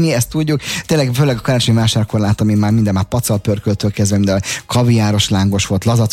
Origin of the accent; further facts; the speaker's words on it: Budapest, Hungary; Én gyerekkoromban a Lehel piac mellett nőttem fel